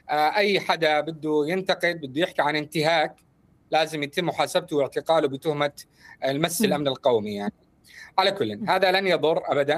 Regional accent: Al-Awda, Syria; بقتل مدني أعزل في قرية العودة، وهي قريتي على فكرة.

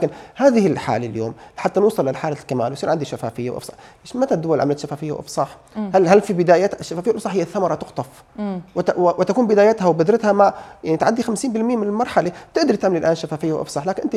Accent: Syria; لو بدنا تمويل كسوريين كانت الحكومة أخذت من زمان

